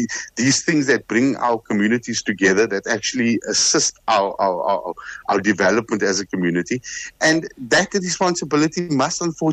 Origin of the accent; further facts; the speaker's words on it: Western Cape, South Africa; how I grew up in Bontville, and my parents worked. My mother worked, my father worked, and my grandmother worked at a factory in Epping called Kadima.